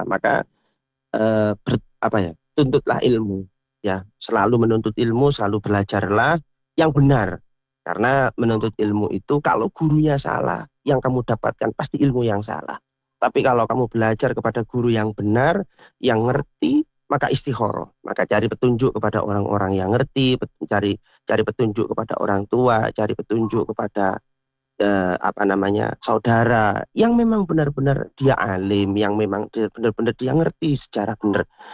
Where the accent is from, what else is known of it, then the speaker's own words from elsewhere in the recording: Indonesia; kita ini orang Indonesia, kita bukan orang Arab, kita orang Indonesia, kita bukan orang Chinese, kita orang Indonesia.